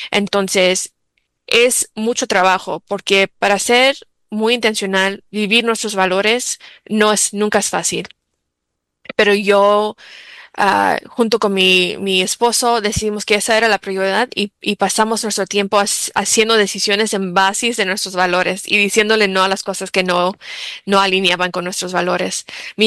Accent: Chicago, Illinois, United States; Yo crecí en una comunidad en Pilsen, y íbamos a la iglesia en español.

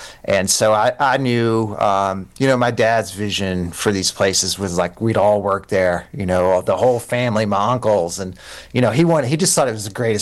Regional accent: Kentucky, United States; accent: Appalachian; I'm from Eastern Kentucky, so I speak like a version of Appalachian.

